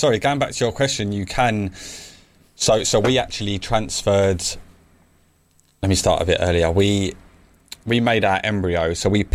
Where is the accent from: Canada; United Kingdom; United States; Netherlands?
United Kingdom; Thamesmead, London; so I grew up in Thamesmead.